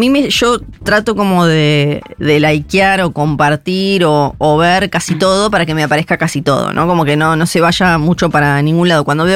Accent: Argentina; se habían dado cuenta que los argentinos reaccionábamos mucho

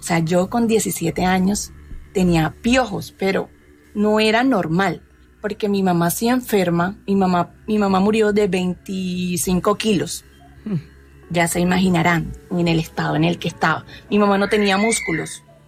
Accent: Barranquilla, Atlántico, Colombia; yo desde pequeña, yo soy de Barranquilla.

